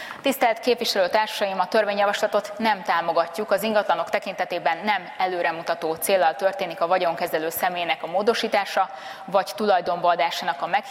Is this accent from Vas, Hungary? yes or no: no; Budapest, Hungary; De én azt tudom mondani budapestiként, hogy sajnos borítékolható